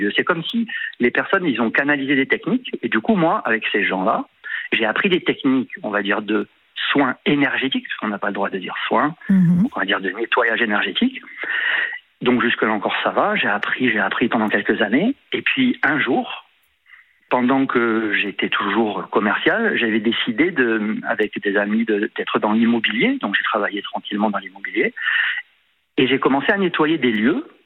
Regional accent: Aix-en-Provence, Provence-Alpes-Côte d'Azur, France; après moi je viens de Aix-en-Provence au départ.

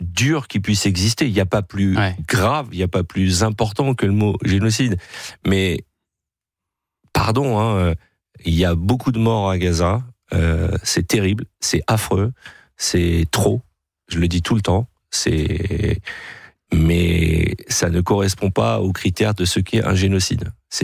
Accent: France; J'ai une empathie, je sais pas, moi je suis français, moi je m'occupe pas de la politique israélienne, on a déjà du mal à comprendre la politique en France.

